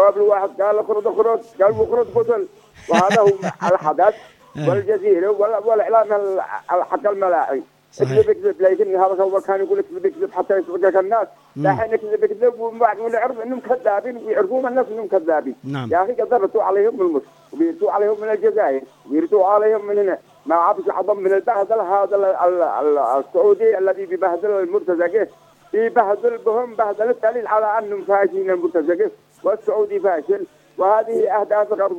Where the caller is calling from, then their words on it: Yemen; احنا يمنيين